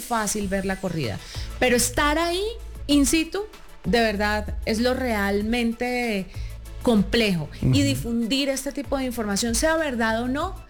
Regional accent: Valle del Cauca, Colombia; now in Bogotá, Colombia; yo soy del Valle, toda mi familia está en Cali, mi mamá vive en Buga, yo entiendo y soy cercana al dolor de la gente, aunque esté viviendo en Bogotá con mi hijo

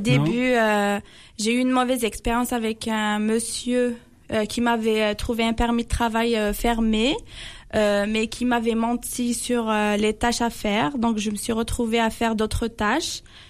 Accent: Algeria; moved away as an adult; now in Canada; Je suis algérienne.

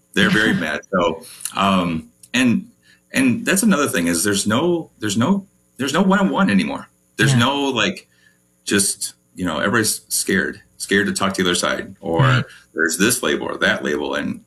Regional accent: Sandwich, Illinois, United States; So I grew up in Sandwich, Illinois.

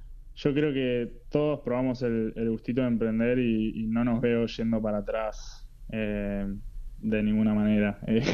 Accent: Buenos Aires, Argentina; somos de Buenos

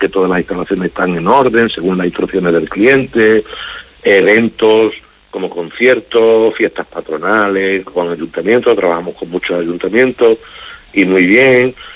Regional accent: Huelva, Andalusia, Spain; Isla Chica, mi barrio, yo soy de Isla Chica

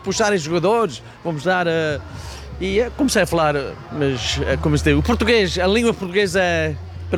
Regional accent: South Africa; now in Boca Raton, United States; Eu cresci na África do Sul, eram parte da comunidade portuguesa, clubes sociais portugueses. Agora vivo cá.

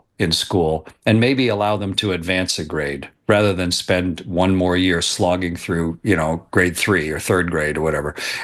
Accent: Canada; I worked as a Canadian, but within the NASA Astronaut Corps for 21 years.

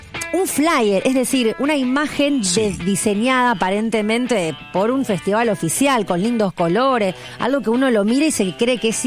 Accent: Argentina; como somos los argentinos

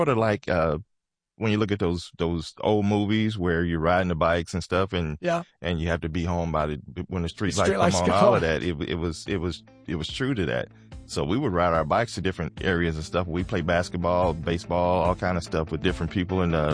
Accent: Munford, Tennessee, United States; I grew up in Munford, Tennessee. And that's where the majority of my family is there.

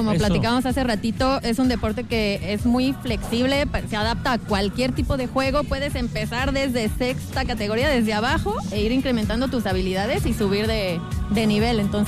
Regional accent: Guadalajara, Jalisco, Mexico; now in Querétaro, Mexico; Pero por ejemplo, yo soy de Guadalajara, he ido a jugar a Guadalajara y ahí muchas canchas todavía son abiertas

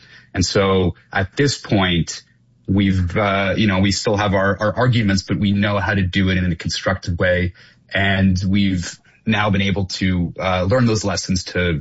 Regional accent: Toronto, Ontario, Canada; born or raised there

